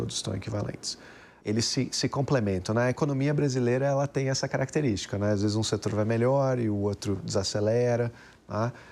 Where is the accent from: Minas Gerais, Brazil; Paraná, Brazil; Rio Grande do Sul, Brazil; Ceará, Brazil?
Rio Grande do Sul, Brazil; also born or lived in Porto Alegre; now in São Paulo, Brazil; Eu sou gaúcho.